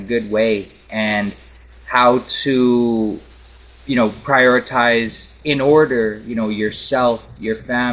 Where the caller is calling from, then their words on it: Saskatoon, Saskatchewan, Canada; Calling in from Saskatoon, Saskatchewan.